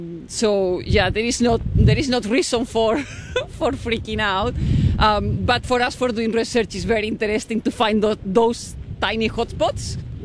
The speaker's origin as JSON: {"language": "English", "town": "Madrid", "region": "Community of Madrid", "country": "Spain", "tie": "born or raised there", "said": "Yes, yes, I grew up in Madrid. So yeah, very big city compared with Christchurch."}